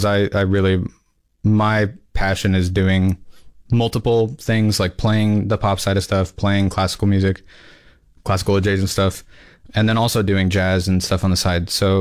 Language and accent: English; Texas, United States; I'm from Texas originally.